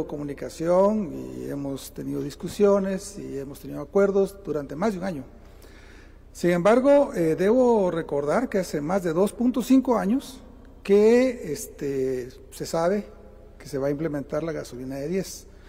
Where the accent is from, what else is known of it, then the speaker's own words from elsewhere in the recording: Guatemala; somos guatemaltecos